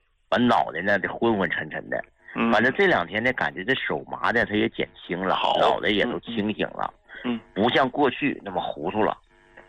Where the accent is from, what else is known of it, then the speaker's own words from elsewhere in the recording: Kunming, Yunnan, China; 哎，我是昆明的患者，今年60。